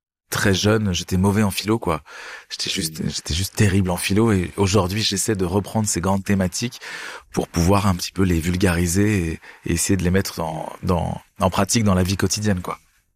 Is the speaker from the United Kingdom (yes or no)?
no; German-speaking Switzerland, Switzerland; moved away; quand je rentre chez moi en Suisse allemande